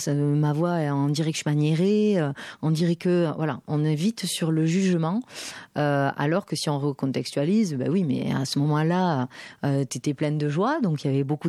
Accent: Southern France, France; accent: Southern French; j'ai appris à enlever mon accent, parce que j'ai quand même un accent du Sud assez prononcé.

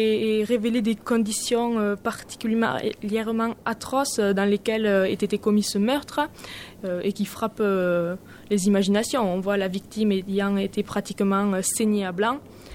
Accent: Rodez, Occitanie, France; Je suis donc en deuxième année d'histoire à Albi, à la fac Jean-François Champollion. Et je suis originaire de Rodez.

